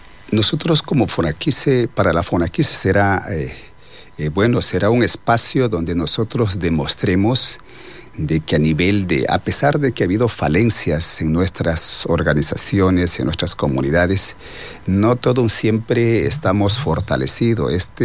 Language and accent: Spanish; northern Amazon, Ecuador; nosotros como Sucumbíos y Orellanas somos nacionalidades del norte